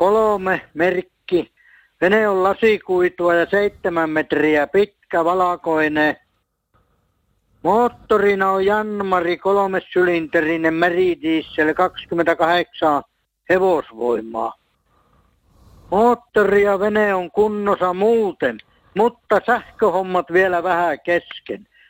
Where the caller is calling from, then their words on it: Kalajoki, North Ostrobothnia, Finland; Kalajoelta päivää.